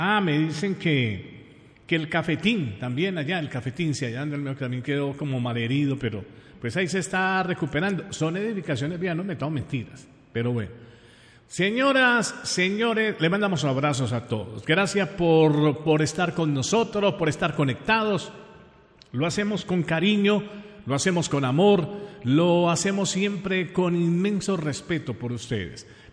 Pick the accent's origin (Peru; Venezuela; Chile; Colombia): Colombia; born there; yo soy orgullosamente hispano, orgullosamente latino, hablo este castellano, como dicen nosotros en la calle, decimos este español, y nací en una tierra maravillosa, en la Puerta Suramérica, un país maravilloso de verde, de café, de dos mares